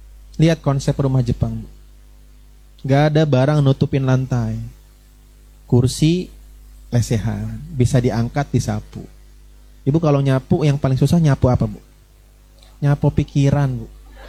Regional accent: Brebes, Central Java, Indonesia; moved away; di tempat tinggal saya dulu di Brebes. Saya asalnya dari Brebes, Jawa Tengah.

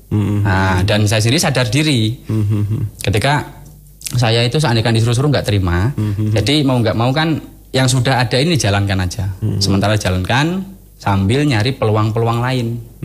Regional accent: Jakarta, Indonesia; born there; now in Blitar, Indonesia

